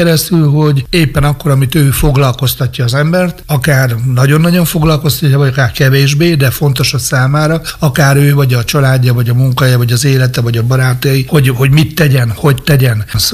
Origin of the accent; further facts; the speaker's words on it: Nyíregyháza, Szabolcs-Szatmár-Bereg, Hungary; mivel hogy 12 éves koromban költöztünk be Sóstóhegyről Nyíregyháza